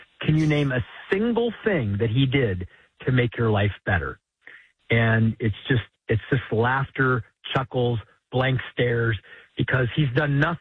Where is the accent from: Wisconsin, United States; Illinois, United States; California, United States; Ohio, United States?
Ohio, United States; also born or lived in Detroit, Michigan; But look, I'm an Ohio guy, even though I was born in Detroit, Michigan. I started out life in a foster home there, was blessed to be adopted, and grew up in rural Ohio